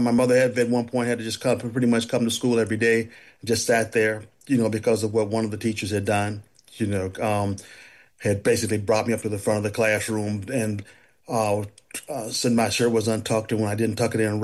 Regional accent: Denver, Colorado, United States; now in Michigan, United States; growing up in Denver, Denver's about as white as Detroit is black. Right now, about 9% black. But without delving into statistics, we were in a predominantly black neighborhood until we moved when I was about 6 years old.

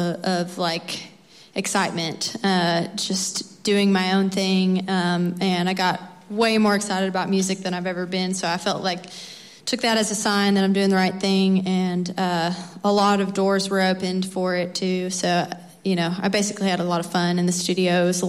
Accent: Kentucky, United States; born there; Nothing besides my pappy saying since I was born in Kentucky, I had to.

